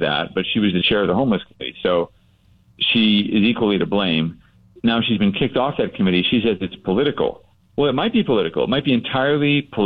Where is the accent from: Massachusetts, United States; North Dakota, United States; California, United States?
California, United States; Pacific Palisades; I'm from the Palisades and my neighborhood burnt down, even though my house survived.